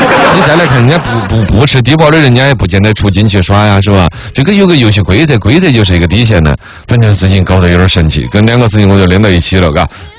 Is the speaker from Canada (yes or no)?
no; China; 我们中国人